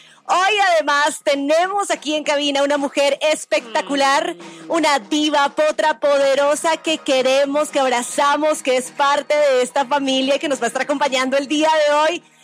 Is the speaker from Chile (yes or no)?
no; Colombia; now in Mexico; cuando Colombia empezó a tener los resultados que tuvo, tengo que decirlo obviamente por mi tierra